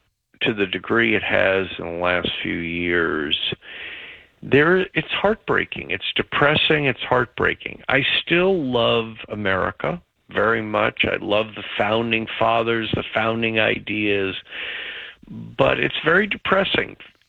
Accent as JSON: {"language": "English", "town": "New York City", "region": "New York", "country": "United States", "tie": "born there", "moved": "yes", "said": "By the way, I'm from New York. I was born in New York."}